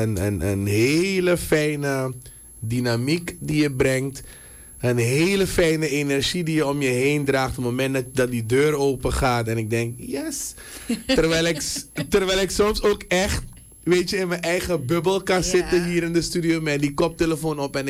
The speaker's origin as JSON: {"language": "Dutch", "country": "Suriname", "said": "Als Surinamer of als mens."}